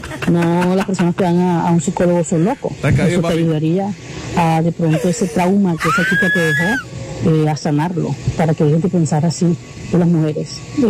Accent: Canada; Oye, soy de Canadá.

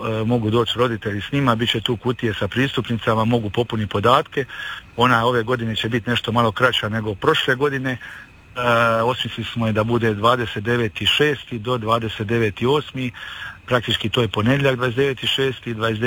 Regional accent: Dubrovnik-Neretva County, Croatia; now in Dubrovnik, Croatia; ja sam porijeklom iz Dubrovačkog primorja

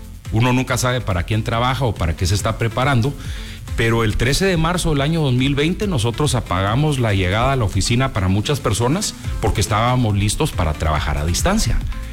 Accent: Guatemala; los guatemaltecos no entendemos mucho de los seguros

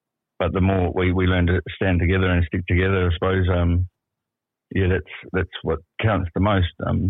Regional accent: Perth, Western Australia, Australia; I'm from Perth. I'm a Noongar Yamadji man. Grew up here all my life

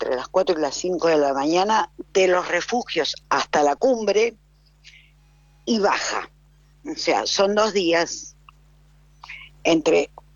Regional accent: San Martín de los Andes, Neuquén, Argentina; born there; Yo soy nacida en San Martín, hace muchos años.

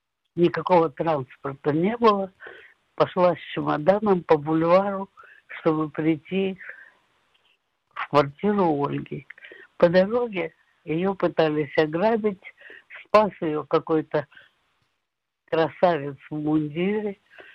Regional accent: Kharkiv, Kharkiv Oblast, Ukraine; born or raised there

